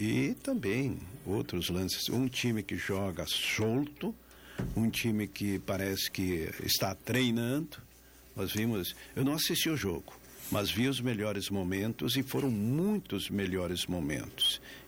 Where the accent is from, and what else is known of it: Brazil